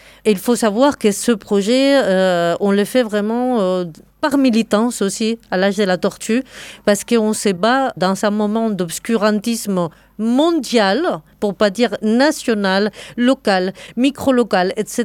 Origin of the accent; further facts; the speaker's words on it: Spain; French is a second language; now in Rennes, France; je suis d'origine espagnole et j'ai une histoire d'émigration. Le français, ce n'est pas ma langue première, alors qu'ici, je dois parler le français tout le temps. Et on va me dire tout le temps que j'ai un accent très charmant